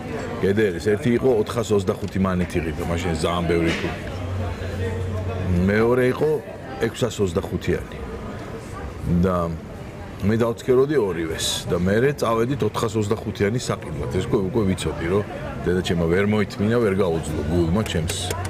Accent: Tbilisi, Georgia; moved away as an adult; now in Berlin, Germany; მე თბილისში დავიბადე და გავიზარდე

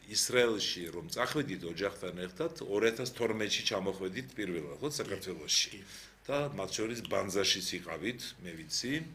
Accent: Sukhumi, Abkhazia, Georgia; moved away; მე სოხუმელი ვარ თვითონ

